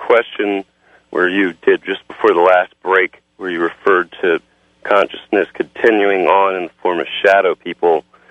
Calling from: Cape Cod, Massachusetts, United States; calling you from Cape Cod.

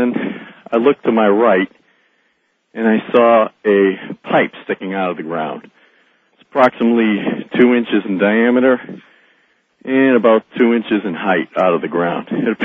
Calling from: Glendale, Arizona, United States; I'm calling from Glendale, Arizona.

